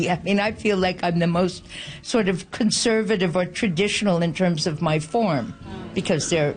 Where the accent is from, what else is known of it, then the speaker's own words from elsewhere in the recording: Montreal, Quebec, Canada; I'm from Montreal. I'm a documentary filmmaker and singer-songwriter, auteur-compositeur-interprète, as they say in French.